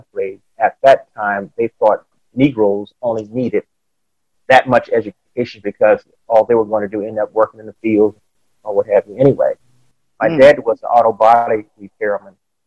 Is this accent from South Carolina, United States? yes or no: yes; Lake City, South Carolina, United States; He didn't want to leave Lake City at that time, our hometown, to go up to Virginia